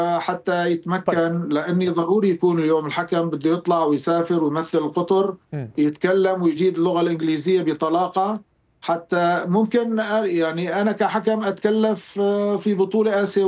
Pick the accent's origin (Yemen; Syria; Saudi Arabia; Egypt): Syria; في الأستاذ نزار وتي بحلب، في عندنا بالشام سيادة العقيد تاج